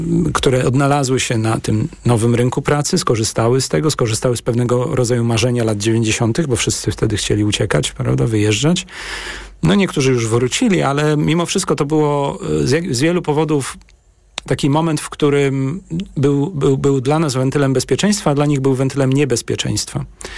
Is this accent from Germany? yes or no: no; United Kingdom; Polish is a second language; że tracę kontrolę jako Brytyjczyk, brytyjski obywatel